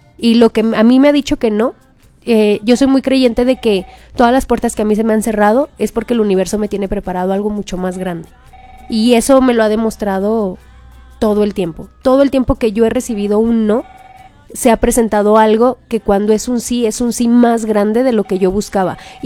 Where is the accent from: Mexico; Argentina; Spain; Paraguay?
Mexico; Fresnillo, Zacatecas; yo soy de Fresnillo. No digo que soy de Zacatecas, yo siempre digo, yo soy de Fresnillo.